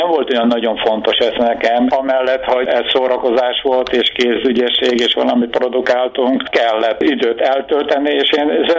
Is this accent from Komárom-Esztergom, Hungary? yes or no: no; Békéscsaba, Békés, Hungary; moved away as an adult; now in Szentendre, Hungary; 1939-ben, március 4-én születtem Békés Csabán.